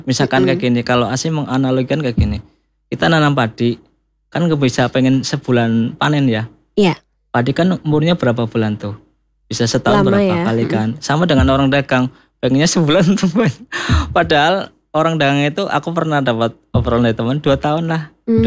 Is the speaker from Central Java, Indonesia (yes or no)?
yes; Purwokerto, Central Java, Indonesia; Memang kayak saya itu jangka panjang memang pengen jadi ikon di wilayah kita, kota saya sendiri